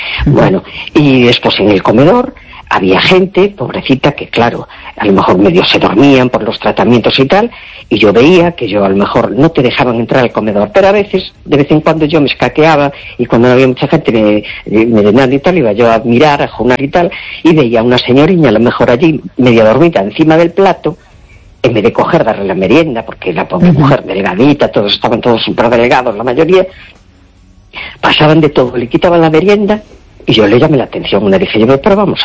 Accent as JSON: {"language": "Spanish", "town": "A Coruña", "region": "Galicia", "country": "Spain"}